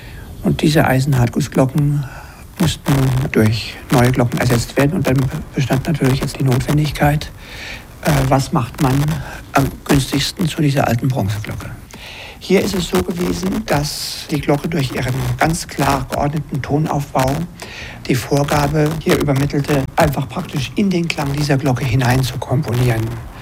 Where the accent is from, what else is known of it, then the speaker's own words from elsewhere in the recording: Bamberg, Bavaria, Germany; now in Westphalia, Germany; Ich bin in Bamberg groß geworden, einer Stadt, in der auf engstem Raume 21 Altstadtkirchen zusammengedrängt stehen, jede mit einer größeren Anzahl von Glocken ausgestattet.